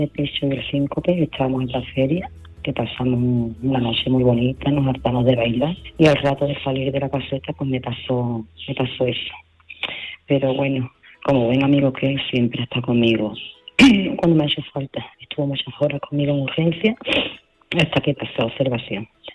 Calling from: Seville, Andalusia, Spain; de Sevilla

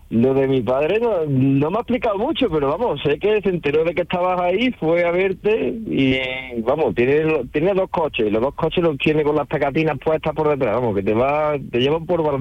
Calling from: Seville, Andalusia, Spain; yo vengo todos los días de Sevilla, hoy por ejemplo no, pero vengo todos los días de Sevilla

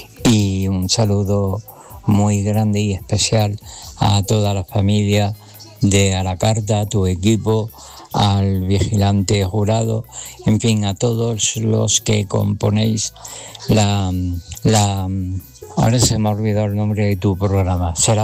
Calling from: Grazalema, Andalusia, Spain; de Grazalema.

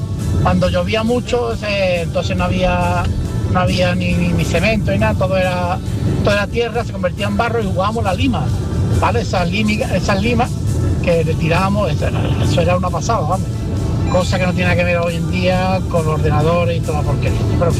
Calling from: Cádiz, Andalusia, Spain; de Cádiz.

